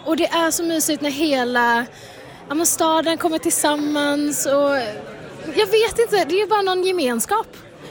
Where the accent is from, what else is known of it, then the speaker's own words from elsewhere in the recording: Sweden; born there; also born or lived in Tunisia; Vi är födda här i Sverige.